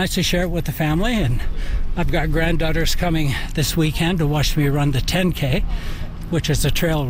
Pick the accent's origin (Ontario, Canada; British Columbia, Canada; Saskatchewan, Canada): British Columbia, Canada; Nelson; I'm from Nelson, BC.